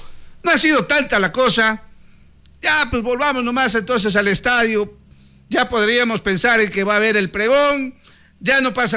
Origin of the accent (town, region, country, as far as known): Zaruma, El Oro, Ecuador